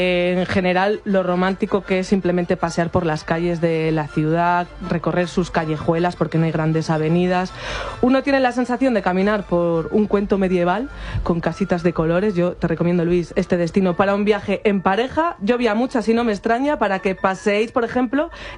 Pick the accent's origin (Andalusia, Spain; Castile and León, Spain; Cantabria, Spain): Castile and León, Spain; moved away; y al mejor sitio de todos, que es la montaña leonesa, donde está mi pueblo.